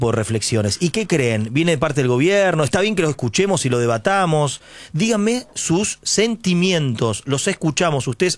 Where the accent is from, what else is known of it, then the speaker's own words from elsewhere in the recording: Ituzaingó, Buenos Aires Province, Argentina; also born or lived in La Matanza; los que somos de la provincia, como yo, soy el conurbano, nací en La Matanza, me siento Ituzaingó porque viví toda la vida en Ituzaingó, y soy el conurbano